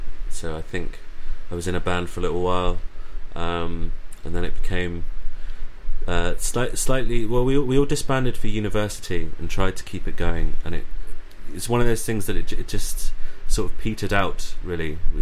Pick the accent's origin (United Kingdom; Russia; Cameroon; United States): United Kingdom; Southampton, South East England; now in Brighton, United Kingdom; I'm from Brighton, originally from Southampton.